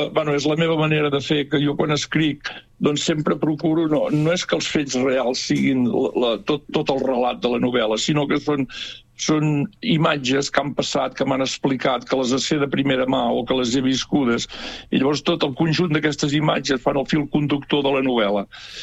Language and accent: Catalan; Sant Joan de les Abadeses, Catalonia, Spain; Vaig néixer a la Roca, soc fill de Sant Joan de les Abadeses, tu ja ho saps, però pels que no ho sàpiguen, soc fill de Sant Joan de les Abadeses.